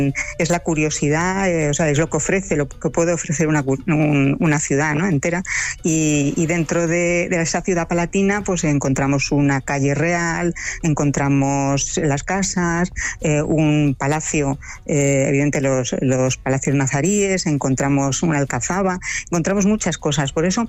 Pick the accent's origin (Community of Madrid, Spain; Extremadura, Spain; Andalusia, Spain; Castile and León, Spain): Community of Madrid, Spain; Madrid; born there; A mí ya me han catalogado como una granadina nacida en Madrid, pero no puedo saber por qué.